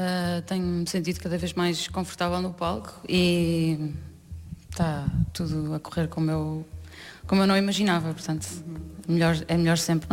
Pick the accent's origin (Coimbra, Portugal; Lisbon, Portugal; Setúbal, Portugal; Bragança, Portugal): Lisbon, Portugal; Eu, crescendo em Lisboa, claro que ajudou eu ir a festivais a vida toda